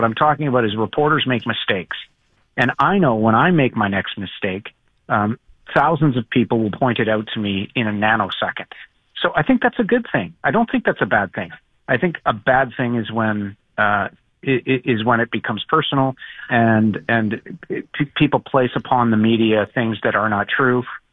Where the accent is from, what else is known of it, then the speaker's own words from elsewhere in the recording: Toronto, Ontario, Canada; I remember as a child looking up in the sky when I grew up in Toronto at the CNE seeing the snowbirds.